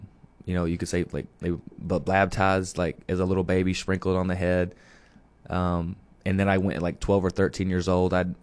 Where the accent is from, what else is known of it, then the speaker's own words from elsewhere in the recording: Benton, Arkansas, United States; I was born in Benton, Arkansas, again, 1997.